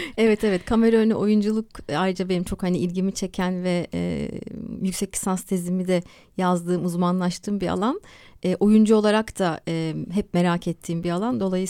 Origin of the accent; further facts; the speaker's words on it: İzmir, Turkey; moved away as an adult; also born or lived in Ankara; now in Istanbul, Turkey; Ben İzmir'de doğdum, büyüdüm. Karşıyaka'da Ankara İlkokulu'nda okudum. O yıllarda da farklı semtlerde oturduk.